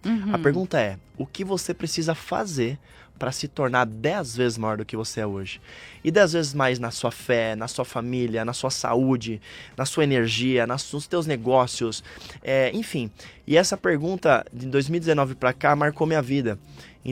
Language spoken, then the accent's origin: Portuguese; Brazil; sou do Brasil